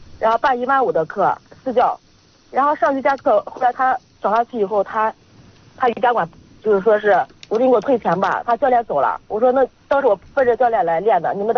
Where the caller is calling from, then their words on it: Yuncheng, Shanxi, China; 咱山西运城的。